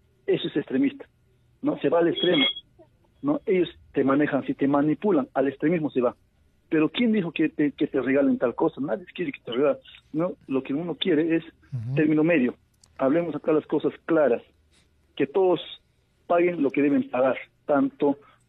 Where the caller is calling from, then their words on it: Juliaca, Puno, Peru; de Juliaca.